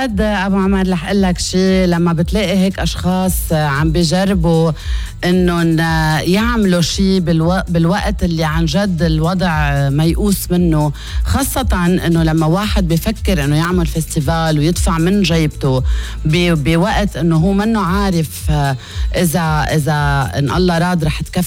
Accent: Lebanon; نحن اللبنانية

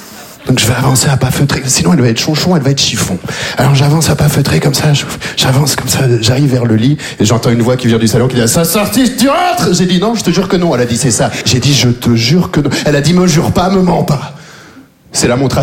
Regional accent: Belgium; Je viens de Belgique, je suis arrivé en Belgique quand j'avais 3 ans, j'ai vécu toute ma vie là-bas

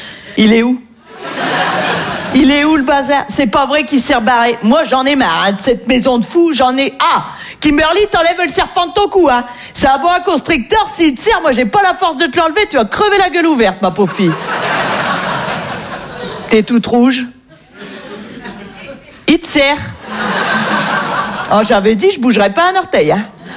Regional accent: Hauts-de-France, France; moi je viens du nord de la France, et c'est vrai qu'on est très gentils dans le nord.

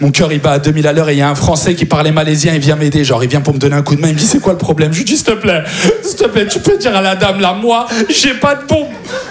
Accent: France; je suis français

